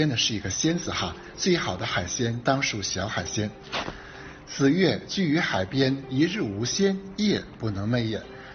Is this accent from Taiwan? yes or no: no; Weihai, Shandong, China; 我们威海人